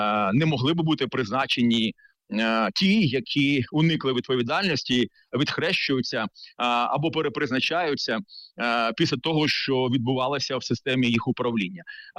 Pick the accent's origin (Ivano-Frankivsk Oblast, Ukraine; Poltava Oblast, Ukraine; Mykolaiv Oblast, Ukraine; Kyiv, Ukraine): Mykolaiv Oblast, Ukraine; Mykolaiv; я сам з Миколаєва